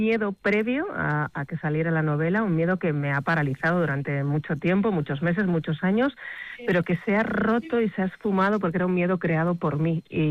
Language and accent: Spanish; Pamplona, Navarre, Spain; un homenaje a mi tierra, a Navarra, a mi ciudad, también Pamplona